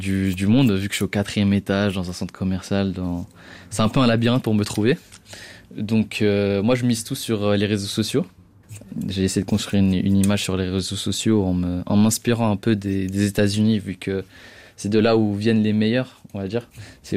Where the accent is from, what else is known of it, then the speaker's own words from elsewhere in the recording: Geneva, Switzerland; j'ai 23 ans, je suis de Genève et j'ai commencé un peu à toucher au monde de la coiffure en 2016 quand j'avais 14 ans.